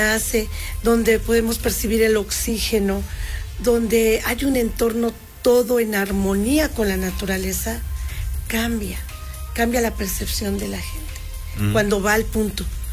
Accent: Puebla, Mexico; Nosotros como poblanos nos admiramos porque decimos, estamos tan cerca y no lo apreciamos.

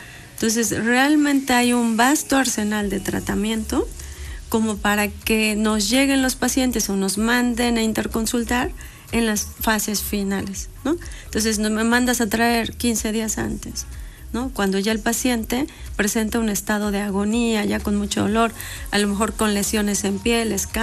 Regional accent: Puebla, Mexico; hace 10, 15 años también que llegamos a la ciudad de Puebla, nosotros somos poblanos

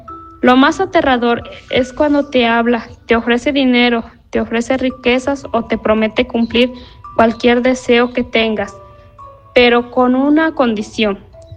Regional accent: Santa Cecilia Clavijero, Mexico; Somos originarios de Santa Cecilia Clavijero

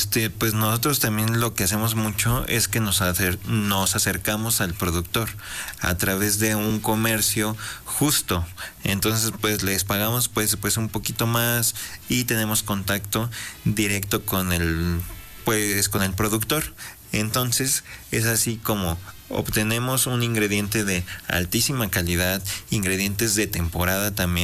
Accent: Mexico; Hasta el momento soy el único mexicano que lo ha podido ganar.

